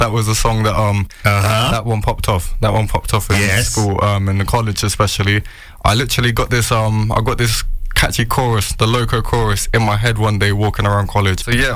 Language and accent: English; Reading, South East England, United Kingdom; also born or lived in Finchampstead; So, I'm Berkshire born and bred. I was born and raised in Reading. I've moved around a lot. I've lived in Finch Hampstead primarily with my granddad. That was where I kind of was solely based very much. So we're just living with my nan and granddad. They raised me for 18 years.